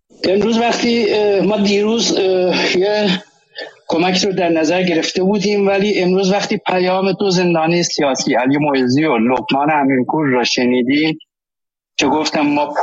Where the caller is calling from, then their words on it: Germany; و خودم از آلمان.